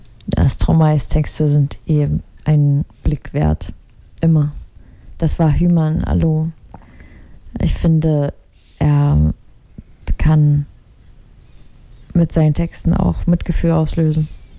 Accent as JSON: {"language": "German", "country": "Ukraine", "moved": "yes", "said": "denn ich bin aus der Ukraine"}